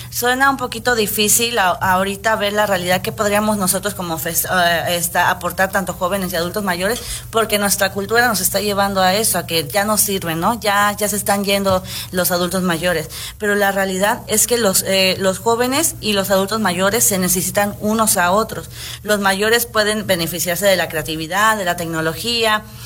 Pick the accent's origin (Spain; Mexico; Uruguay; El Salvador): Mexico; que hay que cubrir nosotros como mexicanos para evitar esto.